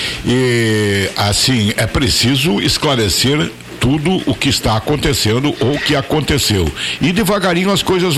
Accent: Brazil; eu sou brasileiro

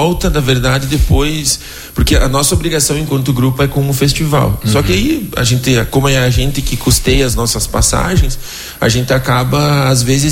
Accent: Brazil; a gente passa muito trabalho explicando que a gente é do Brasil.

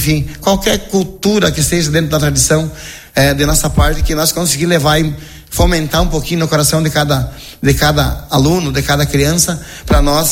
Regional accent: Rio Grande do Sul, Brazil; E te garanto que dentro daquela criação antiga que os nossos antepassados trouxeram para nós enquanto gaúcho, sabe, é muito satisfatório.

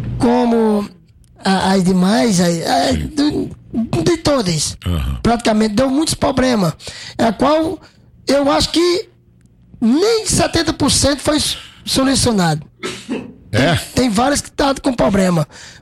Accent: Patos, Paraíba, Brazil; moved away as an adult; now in Nova Prata, Brazil; Nasci em Patos da Paraíba

